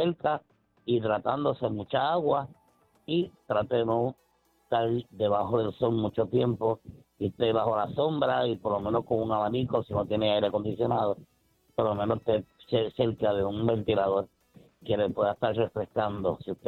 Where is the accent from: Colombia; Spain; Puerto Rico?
Puerto Rico; Bayamón; yo soy de Bayamón